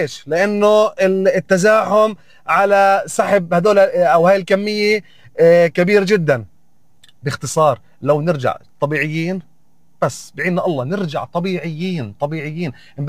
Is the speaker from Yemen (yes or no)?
no; West Bank, Palestine